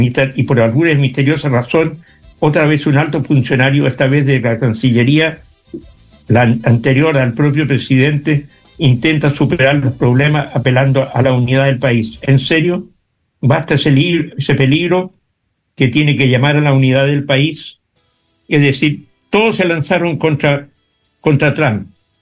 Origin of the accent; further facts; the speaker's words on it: Chile; nuestro presidente de la República, y digo nuestro porque somos chilenos